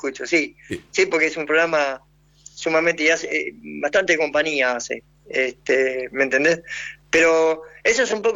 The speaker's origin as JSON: {"language": "Spanish", "country": "Argentina", "said": "soy argentino, yo uso mi camiseta de Argentina, yo grito los goles, no voy a cambiar mi idioma, no sé hablar guaraní"}